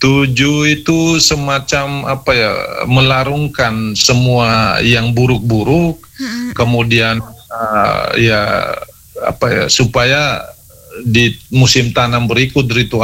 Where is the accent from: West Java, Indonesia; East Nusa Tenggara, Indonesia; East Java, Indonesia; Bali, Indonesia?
East Nusa Tenggara, Indonesia; Kami anak-anak Ngela, para musalaki